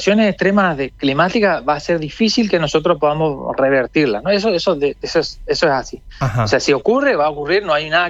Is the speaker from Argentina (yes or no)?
yes; Corrientes, Argentina